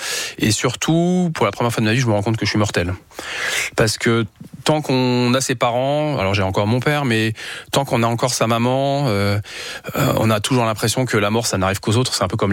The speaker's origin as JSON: {"language": "French", "region": "Pays de la Loire", "country": "France", "tie": "born or raised there", "lives_now": "Vannes, France", "said": "j'ai passé donc 24 heures donc dans le Maine-et-Loire, là où j'ai grandi, où mes parents avaient encore leur maison à cette époque-là."}